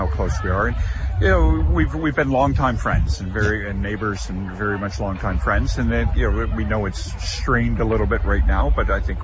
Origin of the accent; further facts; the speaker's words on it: Tecumseh, Ontario, Canada; They mentioned this bridge, and I said, that's exactly where I'm from.